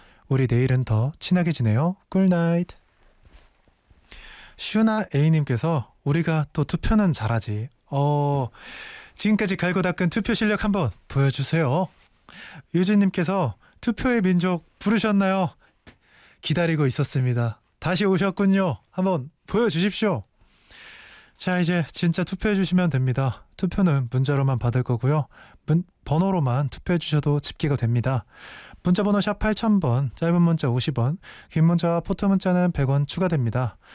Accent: Cheonan, South Chungcheong, South Korea; also born or lived in Byeongcheon; 나의 고향은 충청남도 천안이고요. 병천에서 태어났습니다

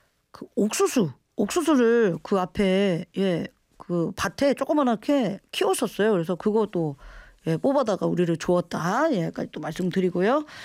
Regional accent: Daegu, South Korea; 저 대구예요. 예. 치킨의 고장.

